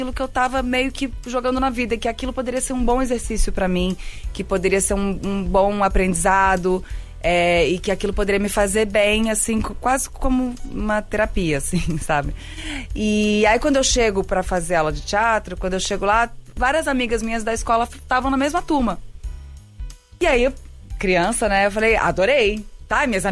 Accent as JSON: {"language": "Portuguese", "town": "Porto Alegre", "region": "Rio Grande do Sul", "country": "Brazil", "tie": "born there", "also_born_or_lived": "Rio de Janeiro", "said": "Sim, na verdade eu só nasci em Porto Alegre, porque assim, minha família ela é do Sul, mas quando eu nasci, minha mãe grávida de mim, eles já estavam morando no Rio."}